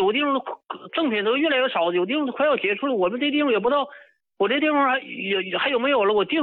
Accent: Tongliao, Inner Mongolia, China; 我家是通辽这儿的，通辽的。

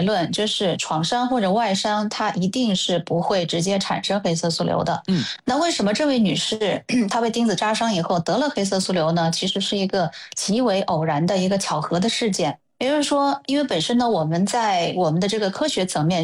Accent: China

